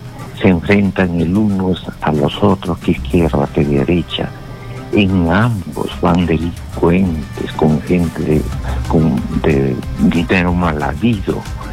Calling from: Peru; Qué pena realmente en mi país.

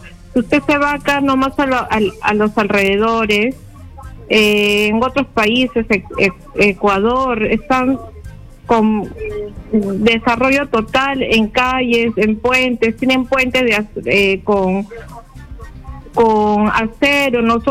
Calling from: Lima, Peru; de Villa El Salvador.

